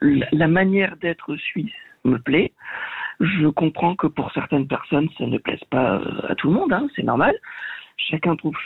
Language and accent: French; Southwest France, France; C'est-à-dire que je viens du sud-ouest de la France. On a quand même une langue dans le sud-ouest de la France qui s'appelle l'occitan.